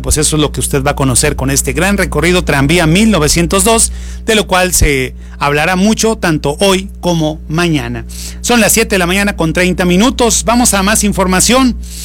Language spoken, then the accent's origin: Spanish; Rioverde, San Luis Potosí, Mexico